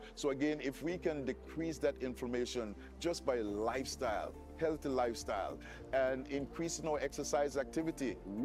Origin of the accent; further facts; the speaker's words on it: Tobago, Trinidad & Tobago; born there; I was born in Tobago, and really I was passionate about becoming a medical missionary.